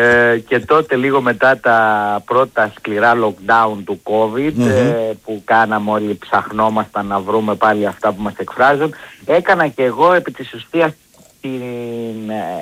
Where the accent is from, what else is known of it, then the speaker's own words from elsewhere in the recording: Corfu, Ionian Islands, Greece; also born or lived in Sparta; Ναι, γεννήθηκα στη Σπάρτη και 5 ετών ήρθα στην Κέρκυρα.